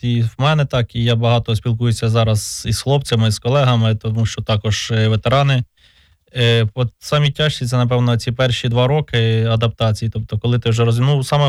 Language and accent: Ukrainian; Kherson Oblast, Ukraine; я повернувся в рідне село, тому що я родом сам з Херсонської області.